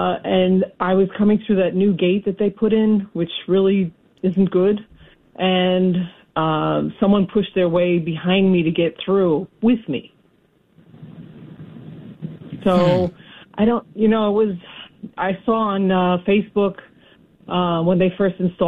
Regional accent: New York City, New York, United States; I'm a New Yorker.

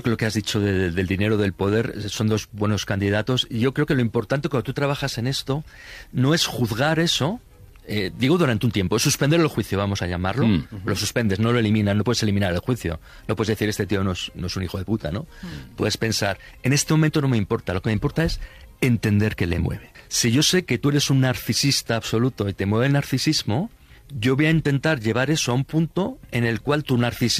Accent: Spain; cómo es posible que en mi país hayamos acabado una guerra civil en el siglo pasado, qué sé, en el 36, o si quieres llevarlo al final de la dictadura, ¿no?

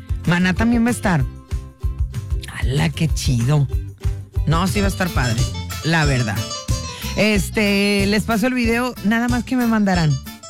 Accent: San Luis Potosí, Mexico; Porque no es lo mismo la FENAWAP, que es la de mi tierra, que la FENAPO. Ustedes no lo saben, pero hay cierta hasta rivalidad, mijita. Los que somos potosinos no somos los mismos que somos huastecos.

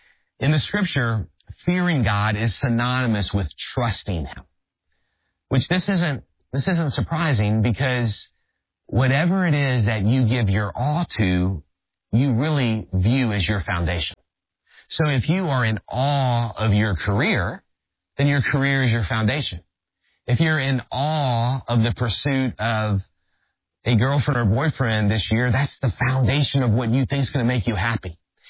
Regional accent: New Orleans, Louisiana, United States; So I grew up in the New Orleans area. LSU was the college team that we rooted for.

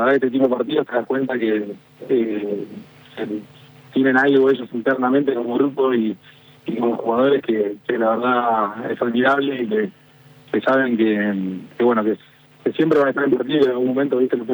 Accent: Argentina; yo como argentino

